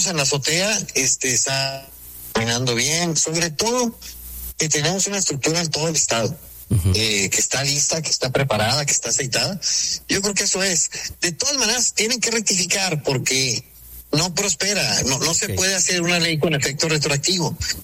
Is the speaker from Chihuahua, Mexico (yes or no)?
yes; Chihuahua, Mexico; como buen chihuahuense no somos dejados.